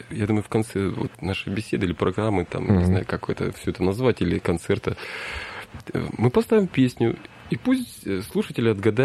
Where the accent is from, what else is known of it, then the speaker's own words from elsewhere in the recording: Vladivostok, Primorsky Krai, Russia; Мы, значит, из Владивостока.